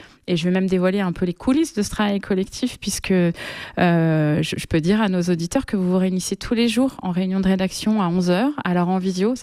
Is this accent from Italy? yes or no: no; Poitiers, Nouvelle-Aquitaine, France; also born or lived in Bordeaux / Paris / Rouen; now in Montpellier, France; Je suis originaire du Poitou, je suis originaire de Poitiers, et j'ai pas mal bougé à partir de mon bac, et j'ai vécu à Bordeaux, à Paris, à Rouen